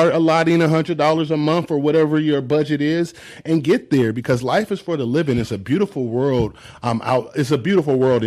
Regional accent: United States

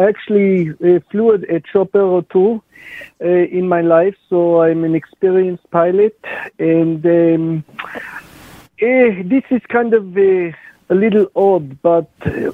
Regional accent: Israel; English is a second language; No, I am from Israel, and I live in a small little town, Givat Machshev

